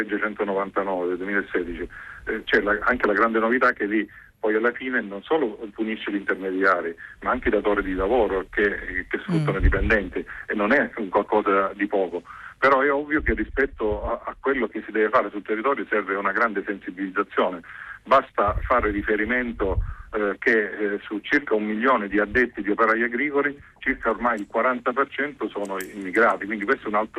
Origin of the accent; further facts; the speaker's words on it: Apulia, Italy; io sono pugliese